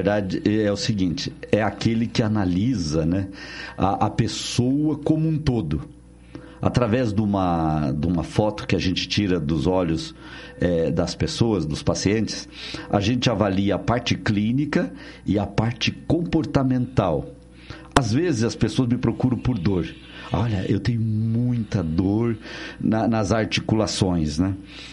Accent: Rolante, Rio Grande do Sul, Brazil; born there; Gaúcho falso. Eu nasci no Rio Grande do Sul, cidade de Rolante.

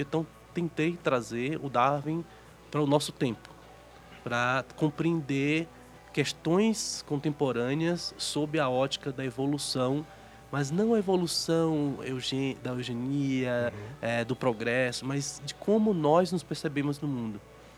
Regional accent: Salvador, Bahia, Brazil; moved away as an adult; also born or lived in São Paulo / Chile / Curitiba / Porto Alegre; now in Florianópolis, Brazil; Eu me formei em economia em Salvador, na Bahia. Eu nasci em São Paulo, cresci em Salvador.

